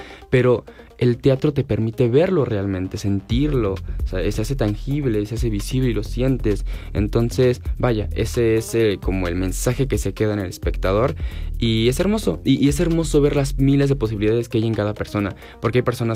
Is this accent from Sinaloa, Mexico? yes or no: no; Coatepec, Hidalgo, Mexico; vengo de Coatepec, de Hinojosa, está a un lado de Tulancingo.